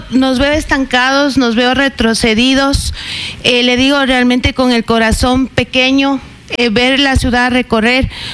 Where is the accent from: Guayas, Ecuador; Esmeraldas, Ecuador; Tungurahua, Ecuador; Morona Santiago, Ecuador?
Tungurahua, Ecuador; Ambato; Yo estudié en la Universidad Católica del Ecuador, en la sede Ambato